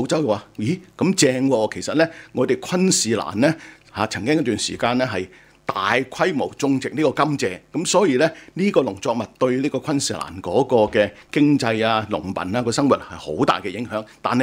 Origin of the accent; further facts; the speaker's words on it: China; 我哋中國人咧中意食田雞啦